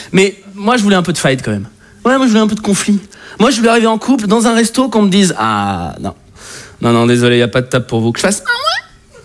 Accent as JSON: {"language": "French", "country": "France"}